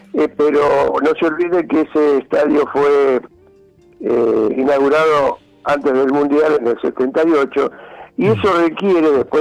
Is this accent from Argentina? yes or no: yes; Río Negro, Argentina; now in Mar del Plata, Argentina; Yo soy de oriundo de la provincia de Río Negro, y cuando vine a Mar del Plata